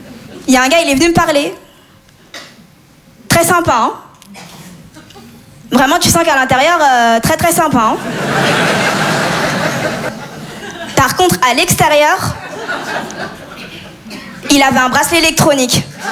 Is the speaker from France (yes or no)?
no; Comoros; Je suis comorienne, maoraise malgache. C'est des îles dans l'océan Indien. Ce qui explique mon teint aussi.